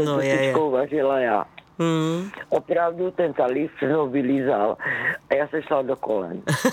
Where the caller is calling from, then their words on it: Jeseník, Olomouc Region, Czechia; Krásný zbytek léta, pokud to jde u nás v Jeseníku, kde pracují a v Javorníku prší